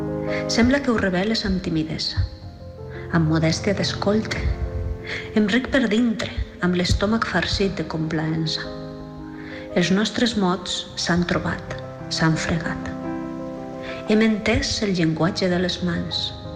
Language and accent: Catalan; Xàtiva, Valencian Community, Spain; first language Catalan; moved away as an adult; now in Madrid, Spain; Soc de Xàtiva, la costera, i soc una professora que escriu. Faig classe a un institut a Madrid on visc des de fa més de 20 anys.